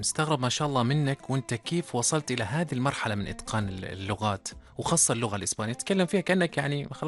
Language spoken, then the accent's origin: Arabic; Oman